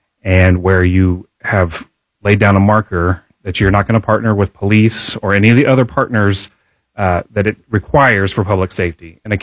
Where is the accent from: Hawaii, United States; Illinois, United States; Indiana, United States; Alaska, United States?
Indiana, United States; Pike Township; So my background, I was born in Indiana, raised in Pike Township, went to IUPUI for undergrad, went to Harvard for law school.